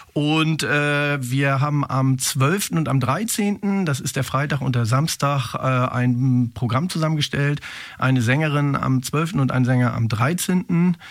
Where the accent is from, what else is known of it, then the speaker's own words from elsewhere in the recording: Neumünster, Schleswig-Holstein, Germany; ich bin gebürtiger Neumünsteraner, lebe und arbeite hier in Neumünster